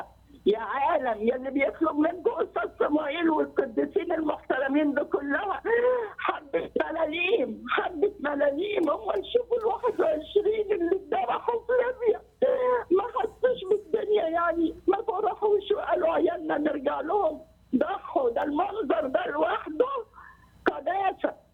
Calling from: Alexandria, Alexandria Governorate, Egypt; أنا من اسكندرية بشهد، وكنت عايشة في راغب في وسط 11 دكتور

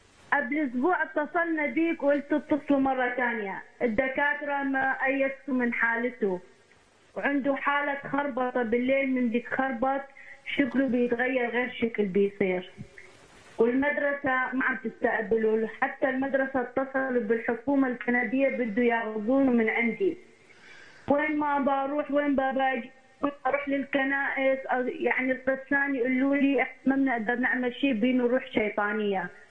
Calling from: Canada

